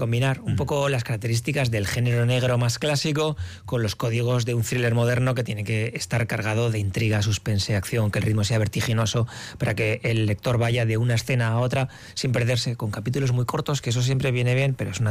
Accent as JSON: {"language": "Spanish", "region": "La Rioja", "country": "Spain", "also_born_or_lived": "Zaragoza", "moved": "yes", "lives_now": "San Sebastián, Spain", "said": "Soy riojano, trabajaba y vivía en Zaragoza y me he casado con una donostiarra."}